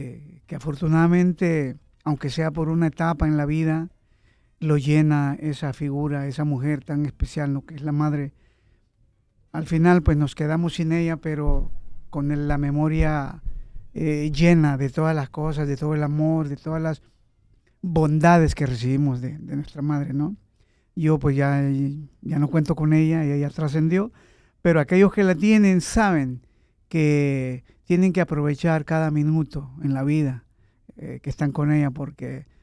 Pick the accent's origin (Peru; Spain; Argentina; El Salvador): El Salvador; Salvadoreño, yo soy de salvadoreños